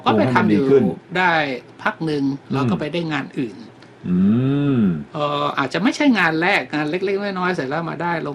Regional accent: Bangkok, Thailand; เด็กเทพเช้าไปเย็นกลับเพราะบ้านผมอยู่กรุงเทพตรงสังเกตเช้าไปเย็นกลับ

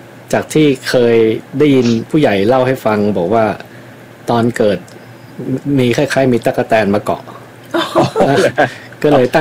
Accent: Bangkok, Thailand; born there; also born or lived in Japan; กรุงเทพผมเกิดครับเกิดกรุงเทพครับพอผมเกิดกรุงเทพเสร็จแล้วก็พอดีคุณพ่อรับราชการอยู่กระทรวงการต่างประเทศนะครับแล้วก็ท่านถูกส่งไปอยู่ญี่ปุ่นนะครับก็เอาผมไปด้วยนะครับ

